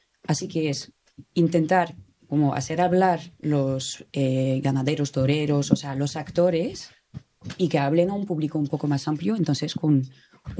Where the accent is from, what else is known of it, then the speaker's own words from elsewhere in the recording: Nîmes, Occitania, France; Spanish is a second language; also born or lived in Paris; Bueno, soy de Nimes, pero bueno, llegando a estudiar, la carrera, tal, he pasado 12 años en París.